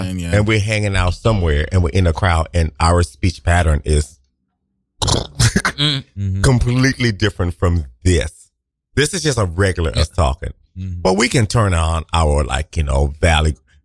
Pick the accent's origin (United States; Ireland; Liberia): Liberia